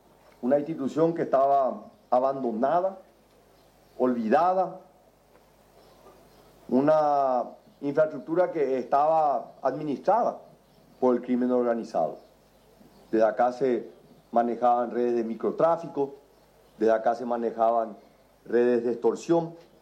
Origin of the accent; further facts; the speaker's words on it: Paraguay; nosotros como paraguayos estamos reivindicando.